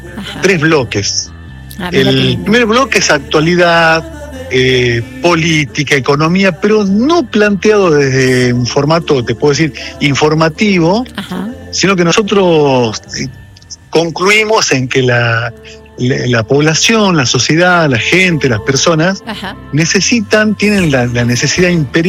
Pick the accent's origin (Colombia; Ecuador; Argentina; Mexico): Argentina; Jujuy; born there; also born or lived in Salta; Si, ajá, yo bien soy jujeño, sí, hincha del Lobo jujeño también.